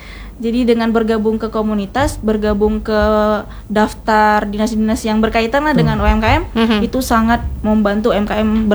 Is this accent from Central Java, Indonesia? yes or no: no; Karimun, Riau Islands, Indonesia; now in Tanjung Pinang, Indonesia; Saya kan bukan orang lama Tanjung Pinang, jadi saya dari Karimun pindah ke Tanjung Pinang.